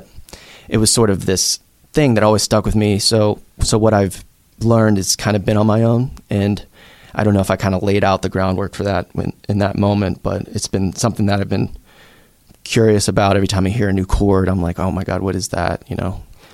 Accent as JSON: {"language": "English", "town": "Greensburg", "region": "Pennsylvania", "country": "United States", "tie": "born or raised there", "said": "In Greensburg, yeah. PA, and my immediate family lives there, and I went away to college for a bit on the opposite side of the state."}